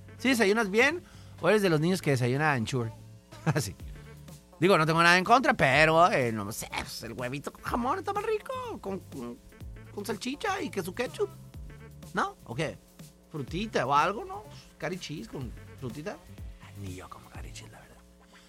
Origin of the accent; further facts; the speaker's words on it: Mexico; yo como mexicano